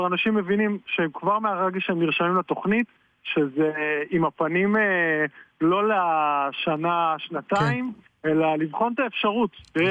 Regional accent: Haifa, Haifa District, Israel; אני מחיפה.

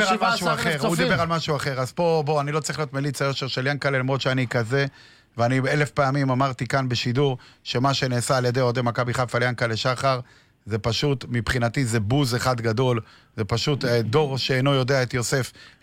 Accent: Kiryat Yam, Haifa District, Israel; אני גדלתי בקריית ים

